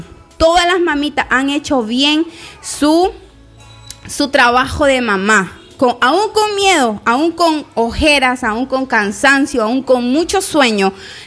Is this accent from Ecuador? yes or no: no; Nicaragua